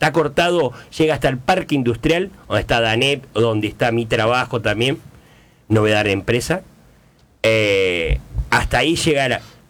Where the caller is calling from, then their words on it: Argentina; Como todo argentino, no hacemos caso.